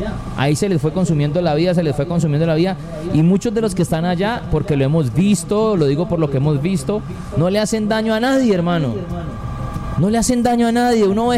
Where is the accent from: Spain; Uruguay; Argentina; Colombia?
Colombia; Cali, Valle del Cauca